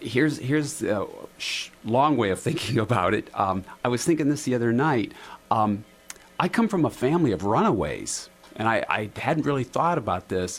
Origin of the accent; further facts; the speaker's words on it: Ohio, United States; moved away as an adult; now in Northern Michigan, United States; Well, I come from Ohio. Grew up down there and then moved up north some years ago, off and on. But now I'm here permanently